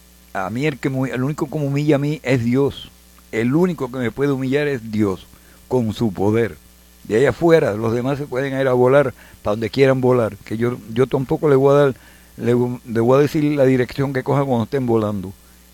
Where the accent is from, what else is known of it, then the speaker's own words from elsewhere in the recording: Puerto Rico; de Puerto Rico, de mi país, Puerto Rico.